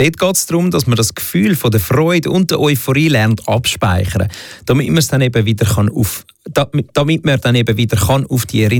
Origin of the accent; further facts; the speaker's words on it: Valais, Switzerland; Aus meinem Heimatkanton, das ist … aus dem Wallis